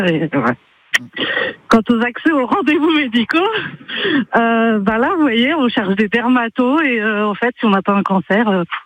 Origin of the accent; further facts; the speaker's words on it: Auvergne-Rhône-Alpes, France; Enfin, moi, je viens d'Auvergne, voilà.